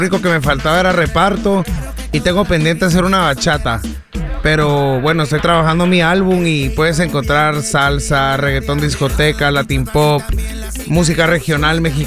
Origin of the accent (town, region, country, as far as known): Guatemala; accent: Guatemalan; moved away as an adult